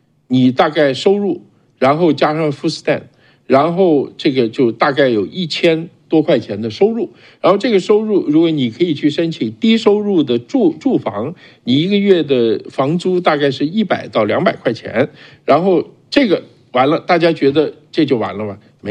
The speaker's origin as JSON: {"language": "Chinese", "country": "China", "said": "我们中国人"}